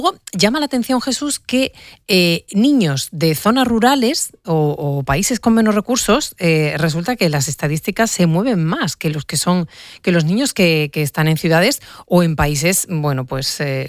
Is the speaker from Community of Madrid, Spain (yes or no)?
no; Seville, Andalusia, Spain; estos días los sevillanos tenemos la oportunidad de conocer su faceta de creador